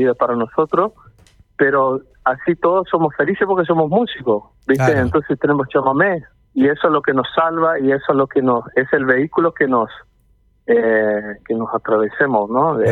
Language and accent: Spanish; Netherlands; Spanish is a second language; porque como saben que yo soy holandés